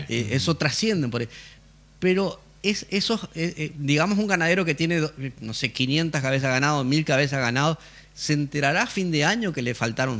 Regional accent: Uruguay; now in Paraguay; yo soy uruguayo

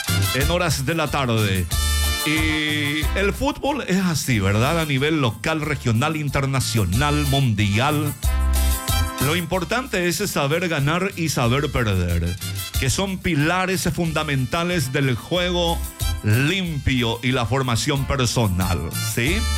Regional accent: Paraguay

